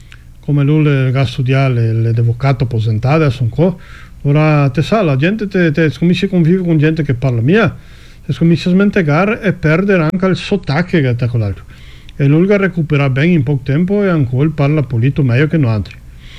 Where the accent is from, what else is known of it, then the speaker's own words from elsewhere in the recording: São João do Sul, Santa Catarina, Brazil; sono di San John do Sul Santa Catarina.